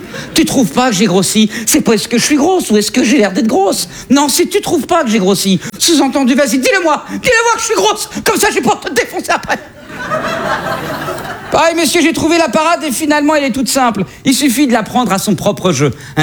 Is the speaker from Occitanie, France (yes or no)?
no; Hauts-de-France, France; Ah, facile, j'ai grandi dans le Nord.